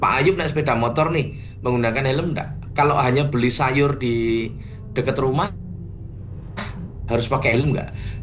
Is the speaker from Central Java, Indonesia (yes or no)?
yes; Surakarta, Central Java, Indonesia; saya sebagai orang Solo ya, KTP saya itu Solo. Itu zaman saya kecil dulu itu senang sekali bersepeda itu melewati jalur lambat.